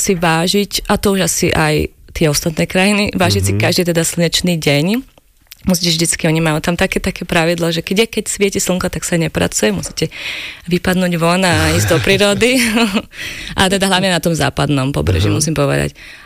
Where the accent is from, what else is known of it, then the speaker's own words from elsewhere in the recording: Banská Bystrica Region, Slovakia; moved away as an adult; also born or lived in Scotland / Norway / Belgium; keďže pochádzam zo Slovenska, tak mi určite ostáva láska k horám. Aj naša rodina vlastne žije tak na Donovaloch, pri Bystrici